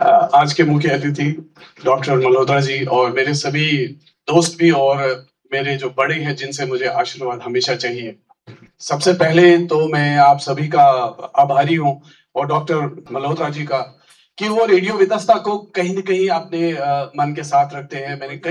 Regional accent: Jammu and Kashmir, India; born there; मैं कश्मीर में जन्मा हूँ और उर्दू मैंने स्कूल में पढ़ी है, हिंदी मैंने घर में पढ़ी है, कई बार मेरा उच्चारण भी हिंदी में गलत होता है

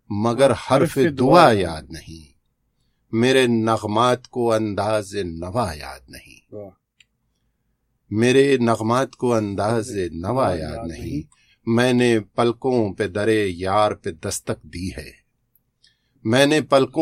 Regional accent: Ambala, Haryana, India; تو ہمیں امبالہ کے لوگوں کو اس پر بھی فخر ہونا چاہیے

